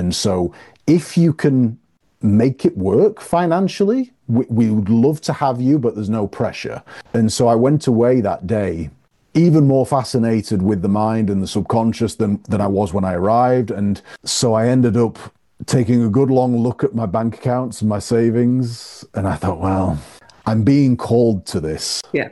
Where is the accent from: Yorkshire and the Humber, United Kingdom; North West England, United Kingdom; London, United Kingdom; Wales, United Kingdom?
Yorkshire and the Humber, United Kingdom; being a Yorkshireman and having that tight Yorkshireman upbringing